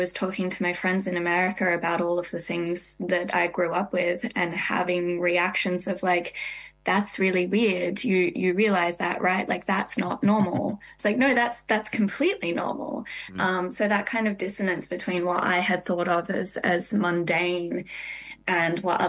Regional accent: Adelaide, South Australia, Australia; now in Queensland, Australia; I grew up in the Adelaide suburbs. I live in Queensland now, but Adelaide is my hometown. It's where I've spent most of my life.

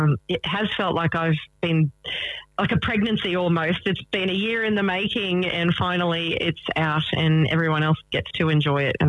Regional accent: Toowoomba, Queensland, Australia; I'm from Toowoomba, Queensland

